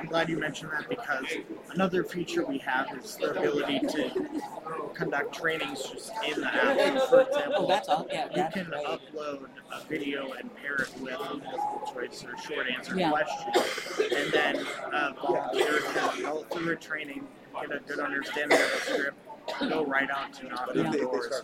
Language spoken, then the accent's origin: English; Minnesota, United States; Minnesota, where I'm from